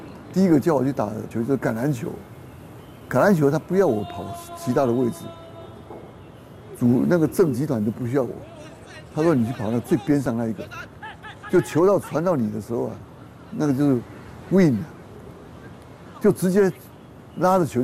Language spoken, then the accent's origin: Chinese; Pingtung County, Taiwan; born there; also born or lived in Hong Kong; 民国1941年1月2日出生的。我母亲是北平人，父亲是广东人。那我在香港出生，3岁的时候到台湾来。最早是住在屏东县的枋寮。